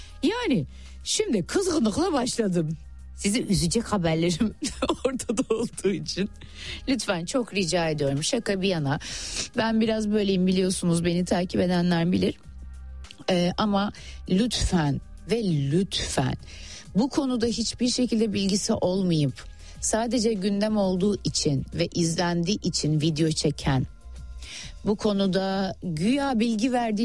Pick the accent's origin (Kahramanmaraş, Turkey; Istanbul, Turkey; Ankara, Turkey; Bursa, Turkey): Istanbul, Turkey; Yeşilköy; Ben kendim de, ki hep bunu bahsediyorum, Yeşilköylüyüm.